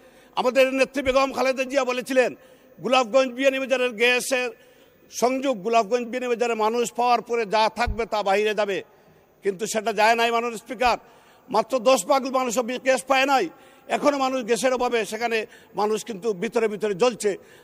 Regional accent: Sylhet Division, Bangladesh; moved away; আমার বাড়ি সিলেট

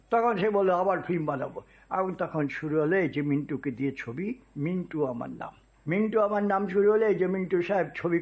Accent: Narayanganj, Dhaka Division, Bangladesh; born there; also born or lived in Chittagong; শৈশবটা আমার কেটেছে নারায়ণগঞ্জে। নারায়ণগঞ্জে আমি 58 থেকে আছি, তার আগে ছিলাম চিটাগাঙে। চিটাগাঙের মিউনিসিপ্যালিটি হাই স্কুলে আমি ছোটকালে লেখাপড়া করেছিলাম ক্লাস 4 পর্যন্ত।

